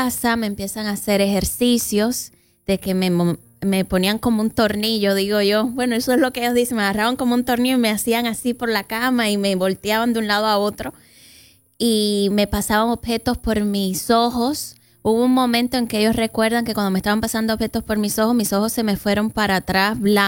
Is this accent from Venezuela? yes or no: no; Cuba; also born or lived in Placetas / Santa Clara; soy cubana.